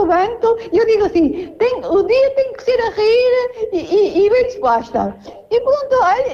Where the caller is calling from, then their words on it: Coimbra, Centro, Portugal; Eu moro aqui em São Martinho. Moro em Paula.